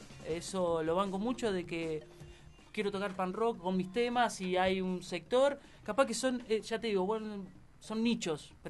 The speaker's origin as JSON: {"language": "Spanish", "town": "Bahía Blanca", "region": "Buenos Aires Province", "country": "Argentina", "said": "somos todos de Bahía."}